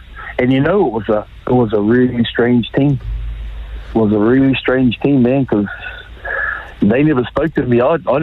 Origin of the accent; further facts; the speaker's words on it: Otara, Auckland, New Zealand; And, you know, I'm from Otara, first ever rep team.